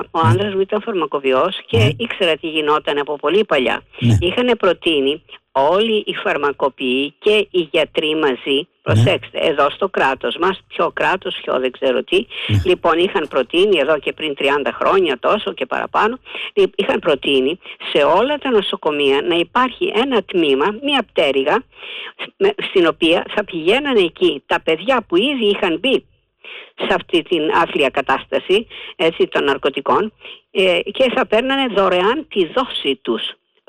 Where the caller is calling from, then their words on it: Ilioupoli, Attica, Greece; από Ηλιούπολη.